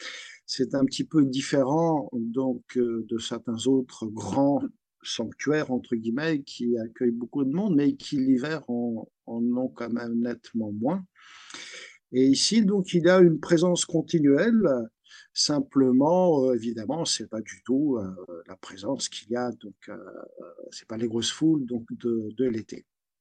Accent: France; Je suis né, j'ai grandi en France, mais chaque année, j'allais passer l'été donc

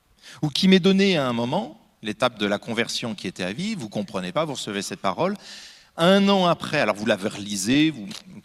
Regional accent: Normandy, France; Je suis normand

